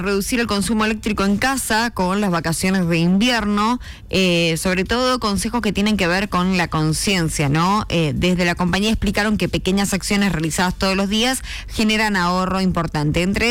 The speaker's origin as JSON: {"language": "Spanish", "country": "Argentina", "said": "nosotros somos argentinos"}